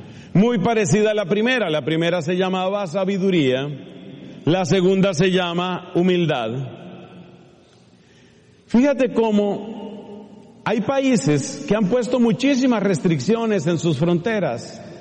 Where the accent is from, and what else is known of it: Colombia; now in United States